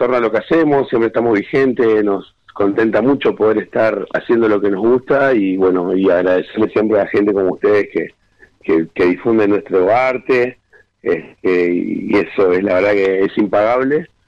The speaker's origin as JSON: {"language": "Spanish", "region": "Neuquén", "country": "Argentina", "said": "además de ser … somos de Neuquén, y eso, bueno, enaltece un montón de cosas."}